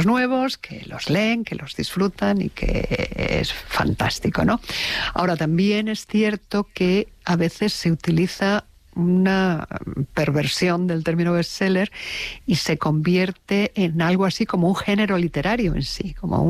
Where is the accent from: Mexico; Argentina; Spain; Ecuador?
Spain; Nosotros, que somos los españoles muy malos aprendices de inglés